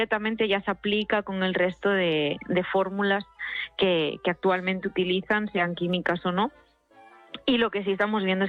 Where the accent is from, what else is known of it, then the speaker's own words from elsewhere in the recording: Galicia, Spain; yo soy de Galicia y estamos muy ligados al mar.